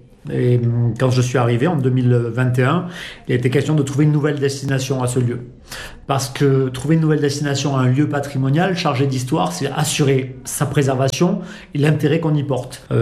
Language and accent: French; Cahors, Occitanie, France; born there; also born or lived in Paris / United States; now in Pamiers, France; Ça fait 5 ans quasiment, jour pour jour, que je me suis installé ici. Mais je suis né dans le Lot, à Cahors, pas très très loin.